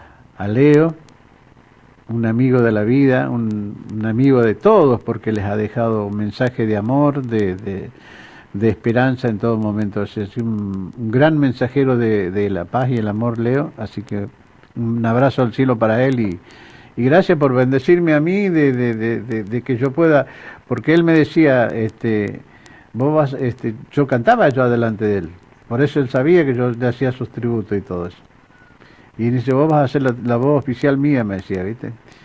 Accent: Santiago del Estero, Argentina; soy de Santiago

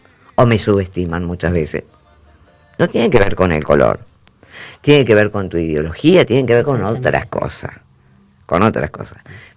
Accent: Argentina

